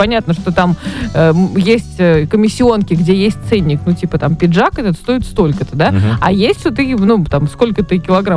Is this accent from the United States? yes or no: no; Moscow, Russia; в детстве я жила в Орехово-Борисово на улице Борисовский.